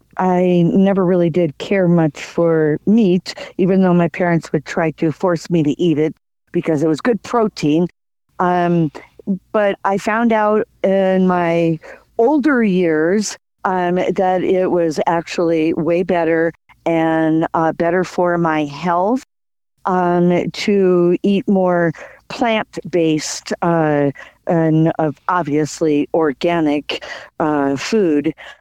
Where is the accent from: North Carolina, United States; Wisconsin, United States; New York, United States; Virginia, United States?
Wisconsin, United States; I mean, I grew up in Wisconsin, so I really like cheese